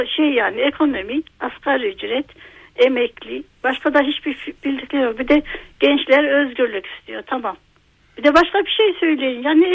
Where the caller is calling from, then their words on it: Konya, Turkey; Evet, Konya'dan arıyorum ben.